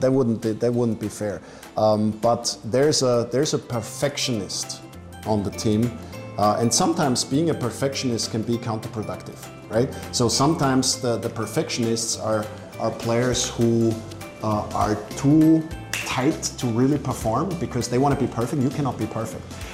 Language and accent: English; Austria; The thing is, for me, I grew up in Austria. Austria is very close to Italy, and pasta for me is what noodles should be like.